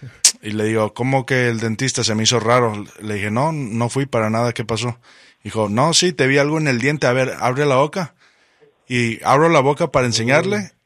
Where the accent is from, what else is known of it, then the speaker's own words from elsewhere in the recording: Mexico; poder ir a un partido de la NFL en mi país, con toda mi familia que vive ahí, nunca se ha ido de México.